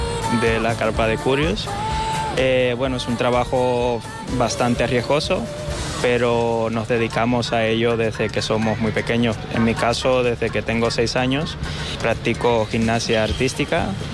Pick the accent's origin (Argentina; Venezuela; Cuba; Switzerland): Cuba; now in Valencia, Spain; Soy cubano. Vivo en Valencia hace 10 años.